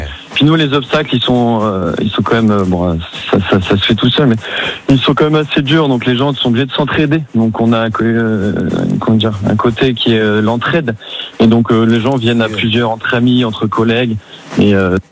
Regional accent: Hauts-de-France, France; nous, on vient du Nord, donc quand on en fait dans le Nord, évidemment, c'est des frites.

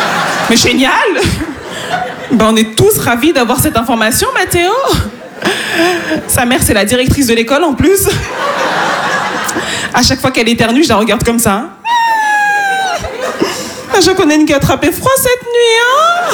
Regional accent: Île-de-France, France; born there

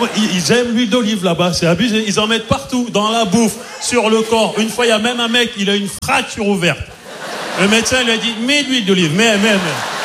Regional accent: Cameroon

